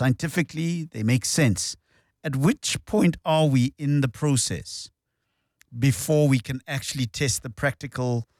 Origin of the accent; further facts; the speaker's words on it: Pretoria, Gauteng, South Africa; I'm a Praetorian. I'm from Mamelodi